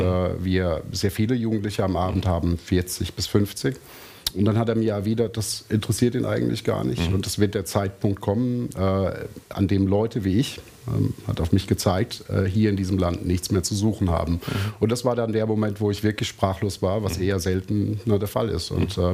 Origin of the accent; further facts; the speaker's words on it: Germany; first language German; Und meine Mutter ist deutsch. Und ich bin deutsch sozialisiert worden. Mein Freundeskreis war deutsch. Das ist meine Muttersprache.